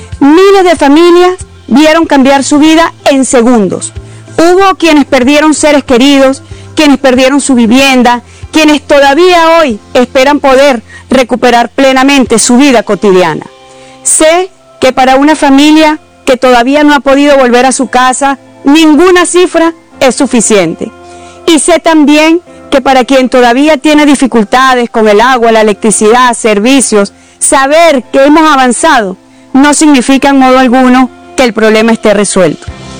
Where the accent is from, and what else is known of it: Venezuela